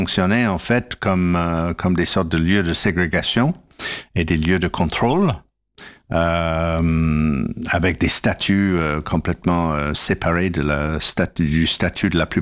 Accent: Canada; now in France; j'ai grandi au Canada

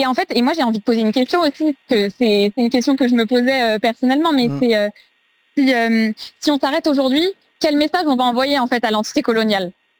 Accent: France

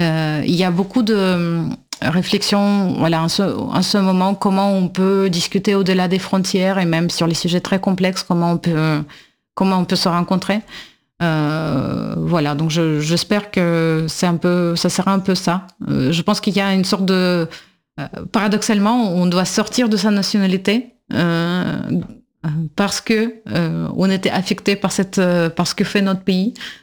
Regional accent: Russia; Et en tant que russe, je pense que oui

